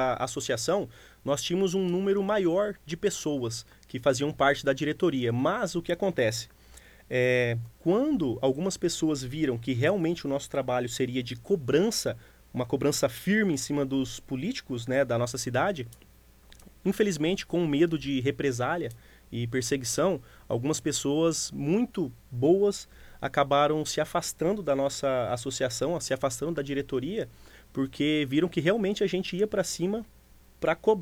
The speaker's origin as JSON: {"language": "Portuguese", "town": "Assis Chateaubriand", "region": "Paraná", "country": "Brazil", "tie": "born there", "said": "Sou nascido em Assis."}